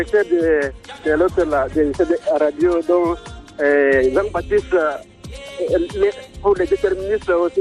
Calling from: N'Djamena, Chad; chez moi, à Digangali, ici

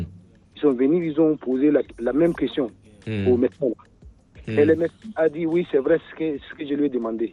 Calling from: N'Djamena, Chad; Je vous appelle de N'Djamena.

